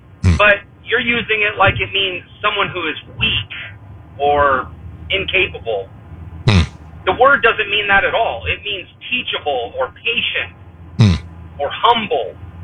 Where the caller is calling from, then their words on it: San Clemente, California, United States; I'm from South Orange County, San Clemente, California.